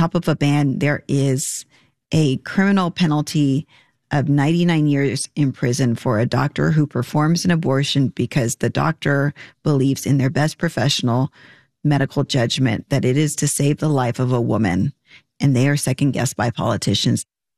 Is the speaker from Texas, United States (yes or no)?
yes; Brownsville, Texas, United States; I grew up in the Rio Grande Valley. It was the dominant culture I grew up in.